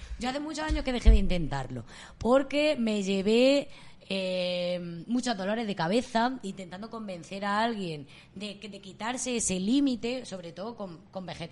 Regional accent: Linares, Andalusia, Spain; moved away; la última vez que estuve en mi pueblo, que yo soy de Linares

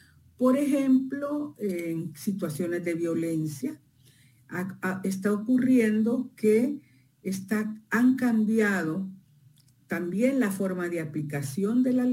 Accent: El Salvador; Yo creo que es importante que como sociedad salvadoreña, pues pongamos atención a eso

